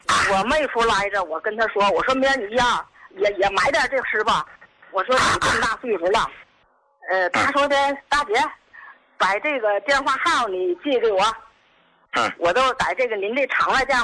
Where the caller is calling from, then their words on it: Tangshan, Hebei, China; 我是唐山的。